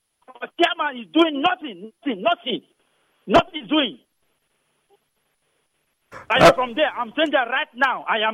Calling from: Rivers, Nigeria; I am from Duburo, his community, where he comes from.

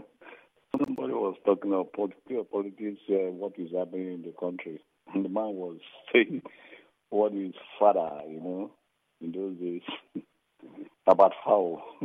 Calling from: Morocco; I'm calling from Morocco.

